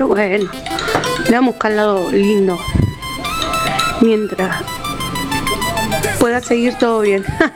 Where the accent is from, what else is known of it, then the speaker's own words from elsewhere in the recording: Buenos Aires, Argentina; Acá estoy escuchándote.